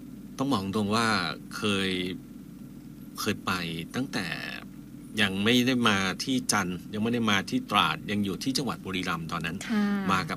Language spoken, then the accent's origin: Thai; Udon Thani, Thailand; also born or lived in Buriram; now in Chanthaburi, Thailand; จากเราตัวเองเนี่ยอยู่บุรีรัมย์แล้วอยู่อีสานอยู่อุดรบ้านเกิดอุดรเหมือนกับว่าจะได้มาอยู่ที่จันทบุรีสุดท้ายได้มาอยู่จริง